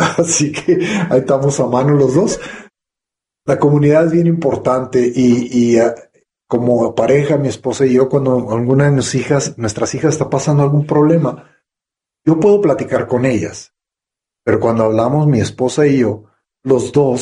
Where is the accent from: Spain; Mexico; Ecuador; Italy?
Mexico; Ahí en mi pueblo no había televisión, porque era un pueblo chico.